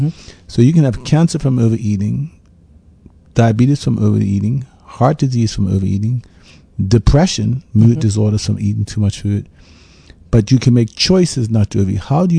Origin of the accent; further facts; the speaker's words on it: St. George's, Bermuda; He's very famous when we grew up in Bermuda.